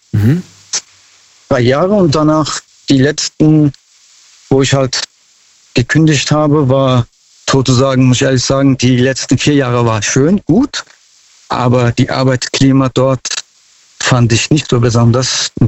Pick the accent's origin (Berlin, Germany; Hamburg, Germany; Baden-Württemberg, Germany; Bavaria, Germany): Baden-Württemberg, Germany; Mannheim; Aus Mannheim.